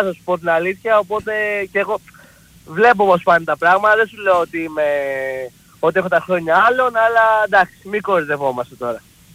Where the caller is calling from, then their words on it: Neo Irakleio, Attica, Greece; είμαι από το Νέο Ηράκλειο.